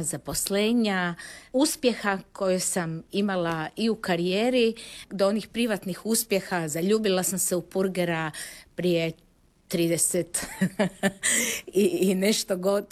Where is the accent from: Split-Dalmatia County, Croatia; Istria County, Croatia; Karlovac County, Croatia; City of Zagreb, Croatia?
City of Zagreb, Croatia; Zagreb; Ja sam rođena u Zagrebu, moji roditelji su kao djeca već došli u Zagreb tamo s 13-14 godina, moji baka i deda po mami su došli u Zagreb živjeti